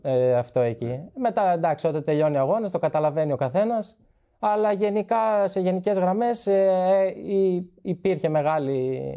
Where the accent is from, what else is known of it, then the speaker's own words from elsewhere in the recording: Trikala Imathias, Central Macedonia, Greece; Στο χωριό μου είχαμε μια ομάδα έτσι παιδικό.